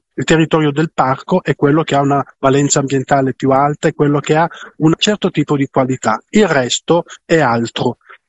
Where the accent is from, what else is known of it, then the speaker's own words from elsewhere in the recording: Milan, Lombardy, Italy; io sono sardo, però sono nato e cresciuto qua, quindi non gli ho perse tutte le parole